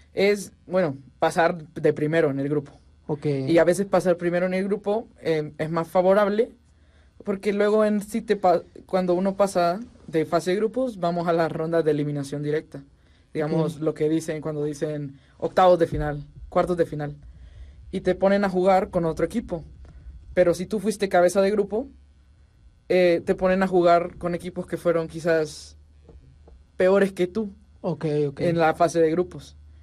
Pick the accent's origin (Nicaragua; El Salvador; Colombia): El Salvador